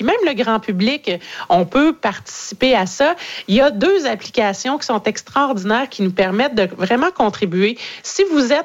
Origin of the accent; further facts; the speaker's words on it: Magdalen Islands, Quebec, Canada; chez nous, en Gaspésie, aux îles de la Madeleine